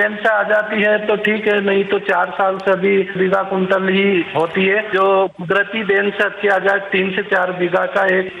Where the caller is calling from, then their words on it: Dewas district, Madhya Pradesh, India; मैं चिड़ावत से बोल रहा हूं, कंजर डेरे से, देवास जिले से